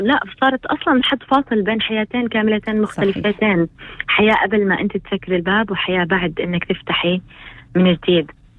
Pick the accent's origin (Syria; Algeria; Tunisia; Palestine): Palestine; بالنسبة لنا كفلسطينيين